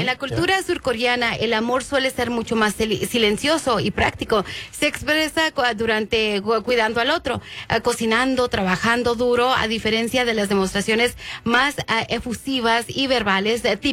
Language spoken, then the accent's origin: Spanish; Mexico; Y nosotras las mujeres, uh-huh, que somos mexicanas, estamos acostumbrados a esa cultura.